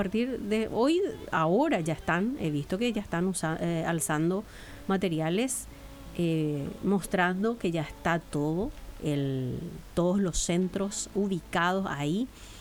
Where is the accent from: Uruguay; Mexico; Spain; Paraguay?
Paraguay